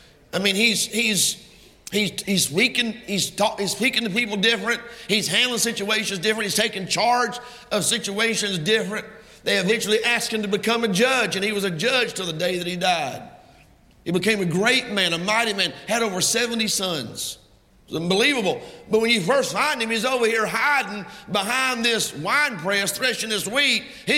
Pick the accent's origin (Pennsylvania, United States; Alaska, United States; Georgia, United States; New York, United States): Georgia, United States; Waterloo; I was born and raised in Waterloo, Georgia. You can't hardly find it. It's only about a mile wide from one end to the other. I'm telling you, it's a hole in the road. Ain't nothing there.